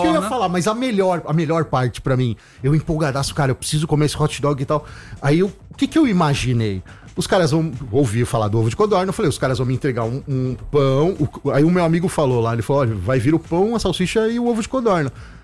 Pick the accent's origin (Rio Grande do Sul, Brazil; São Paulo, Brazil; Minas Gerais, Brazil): São Paulo, Brazil; como um bom paulistano